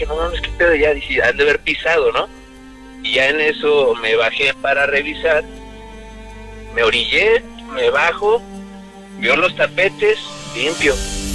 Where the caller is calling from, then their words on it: Guadalajara, Jalisco, Mexico; De Guanatos.